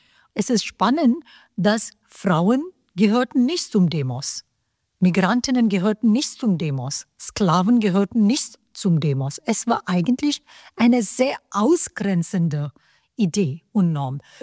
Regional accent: India; first language Hindi; German is a second language; Meine erste Sprache ist Hindi.

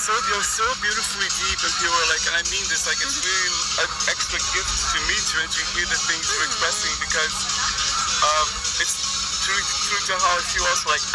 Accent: Brazil; I grew up really poor in Brazil.

